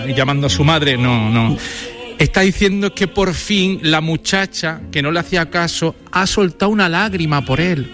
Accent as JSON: {"language": "Spanish", "town": "Granada", "region": "Andalusia", "country": "Spain", "said": "Hacia la Torre de la Vela, que yo soy de Granada."}